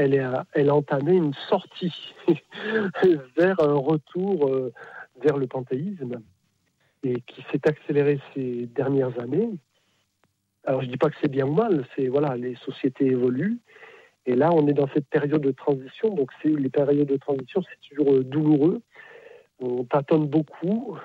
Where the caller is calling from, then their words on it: Marseille, Provence-Alpes-Côte d'Azur, France; Je vous appelle de Marseille.